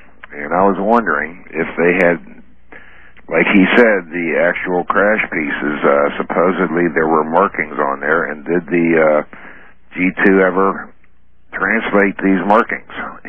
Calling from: Pittsburgh, Pennsylvania, United States; I'm calling from Pittsburgh, Art.

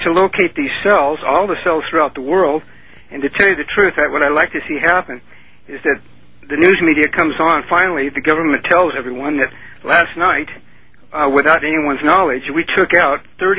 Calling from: Rancho Santa Fe, California, United States; Yeah, I'm in Rancho Santa Fe, California.

